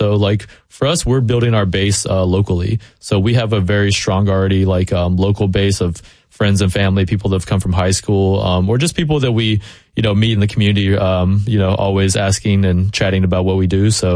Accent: Tennessee, United States; moved away; the Vols, you know, stuff that I grew up loving while growing up in Tennessee.

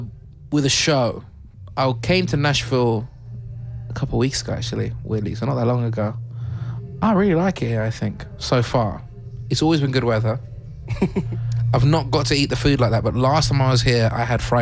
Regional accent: United Kingdom; oh my God, he's British?

